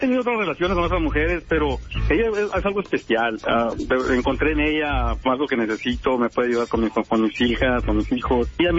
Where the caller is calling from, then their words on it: Mesa, Arizona, United States; Yo vengo acá de Phoenix, cerca de Phoenix, en Mesa